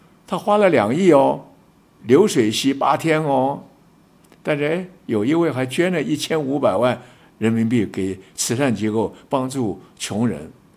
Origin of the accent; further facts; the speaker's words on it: China; 所以我们中国呀是世界生产猪第一大国，消费猪肉第一大国。